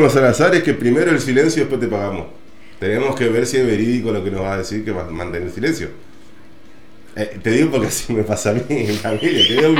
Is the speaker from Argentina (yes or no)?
yes; Argentina; yo también voy a rescatar esto de nosotros los argentinos.